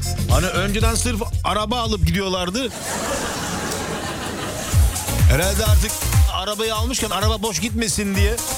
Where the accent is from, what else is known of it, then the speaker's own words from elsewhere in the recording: Ankara, Turkey; now in Izmir, Turkey; Ben İzmirliyim. Sonradan İzmirli. Ankaralıyım. Babam Nevşehirli, annem Tokatlı.